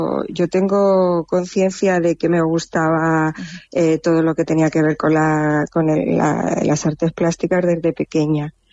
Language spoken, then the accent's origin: Spanish; Castilla-La Mancha, Spain; yo creo que a los ancestros de toda la gente que somos manchegas, que es del trabajo en el campo